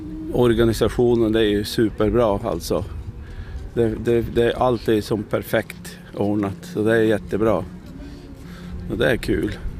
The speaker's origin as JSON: {"language": "Swedish", "town": "Piteå", "region": "Norrbotten County", "country": "Sweden", "said": "Ja, vi åkte ifrån Piteå då."}